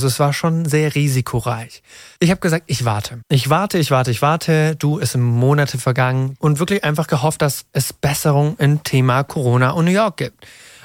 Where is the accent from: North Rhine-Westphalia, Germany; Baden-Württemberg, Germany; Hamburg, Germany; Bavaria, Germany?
Baden-Württemberg, Germany; Ditzingen; Ich komme aus Nähe Stuttgart, Ditzingen